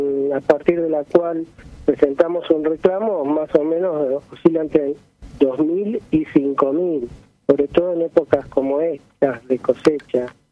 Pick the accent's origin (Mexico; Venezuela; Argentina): Argentina